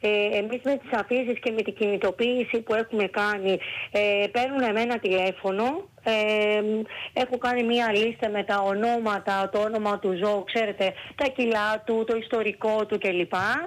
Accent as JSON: {"language": "Greek", "town": "Rhodes", "region": "South Aegean", "country": "Greece", "tie": "born there", "also_born_or_lived": "Kastellorizo", "said": "Η μαμά μου δηλαδή και η γιαγιά μου είναι από εκεί και είναι στην ουσία η δεύτερη μου πατρίδα. Δηλαδή εκτός ότι έχω γεννηθεί στη Ρόδο, το Καστελόριζο είναι το νησί μου."}